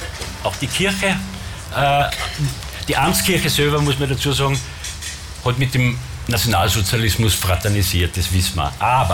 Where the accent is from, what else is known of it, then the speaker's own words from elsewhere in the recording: Bramberg, Salzburg, Austria; Eines der Beispiele ist aus Bramberg, wo ich herkomme, die Anna Meilinger.